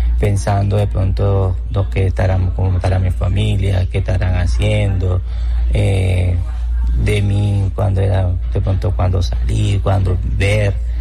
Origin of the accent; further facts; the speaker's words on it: Uribia, La Guajira, Colombia